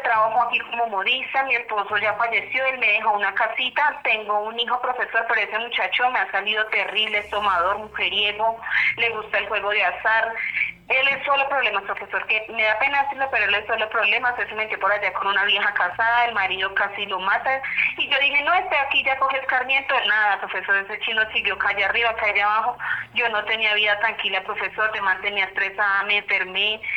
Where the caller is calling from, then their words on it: Medellín, Antioquia, Colombia; lo llamo desde Medellín, Antioquia, del barrio San Javier.